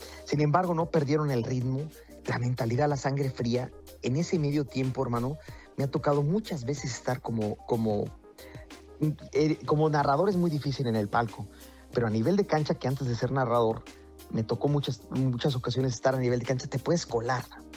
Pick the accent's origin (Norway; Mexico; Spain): Mexico; Yo te digo, como mexicano prefería a los de Inglaterra a Congo, sí.